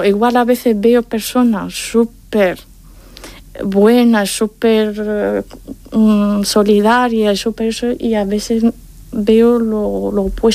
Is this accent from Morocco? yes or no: yes; Morocco; la facultad, muchas veces no creían que soy marroquí.